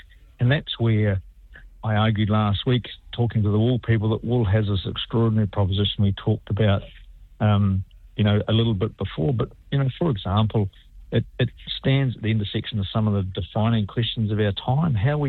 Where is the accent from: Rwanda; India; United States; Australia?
Australia